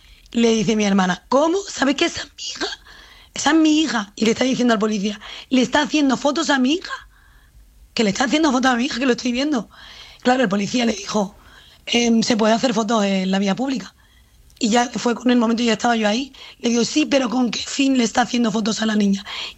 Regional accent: Spain; como si yo soy española

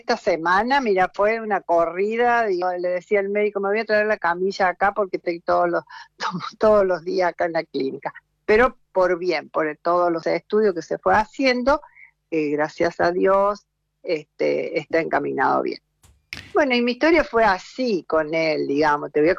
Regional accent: Oncativo, Córdoba, Argentina; moved away as an adult; now in Córdoba, Argentina; estoy en Córdoba. Hoy estoy en Córdoba. Hace unos meses que estoy en Córdoba, pero yo soy nativa de un pueblo, Oncativo, que está a 70 kilómetros de la ciudad de Córdoba.

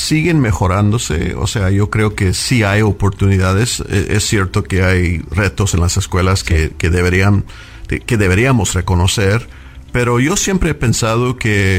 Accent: Fresno, California, United States; Pues, soy residente de Fresno. Crecí aquí y estudié en escuelas públicas locales. Me crió una madre soltera que trabajaba en varios empleos para sacarnos adelante.

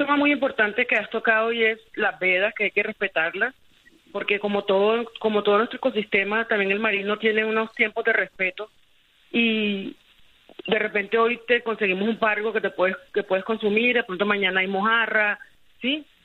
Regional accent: Caribbean Region, Colombia; Yo no sirvo de nada como costeña, cocinera costeña y reconocida aquí y allá, sin dejar claro que mi herencia y mis conocimientos salen de un territorio

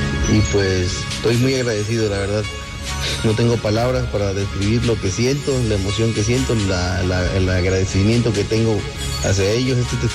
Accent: Tabasco, Mexico; Buenos días … soy originario de Tabasco, tengo 45 años.

